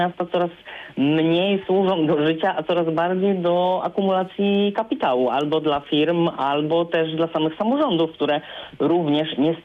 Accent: Wrocław, Lower Silesian Voivodeship, Poland; born there; Natomiast no, ja urodziłem się we Wrocławiu i jeden rok swojego życia spędziłem na dzielnicy, która nazywa się Nadodrze.

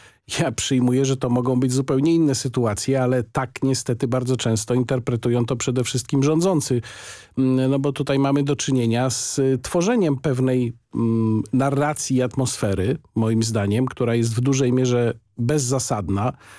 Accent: Łódź, Łódź Voivodeship, Poland; nad Łodzią, moim rodzinnym miastem

